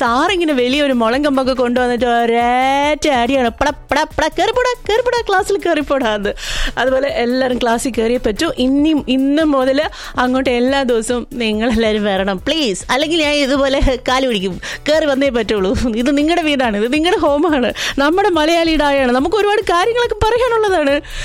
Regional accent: Thiruvananthapuram, Kerala, India; accent: Thiruvananthapuram slang; ഞങ്ങൾ തിരുവനന്തപുരത്തുകാരാണ് സാർ.

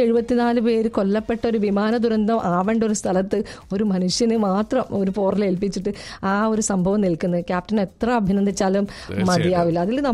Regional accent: Kerala, India; കണ്ണൂർ ഒരു എയർപോർട്ട് വന്നപ്പോൾ ഞങ്ങൾ മലബാറുകാർ ഒരുപാട് സന്തോഷിച്ചിരുന്നു

